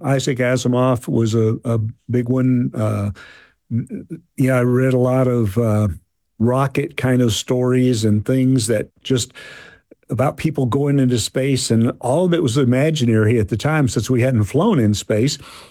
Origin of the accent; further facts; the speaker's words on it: Opelika, Alabama, United States; moved away; you mentioned Opelika. That is my hometown, and it's where I spent a lot of my growing up formative years, and it's a wonderful place to have grown up. Small town, hardworking people. I grew up with my grandparents and lived with them.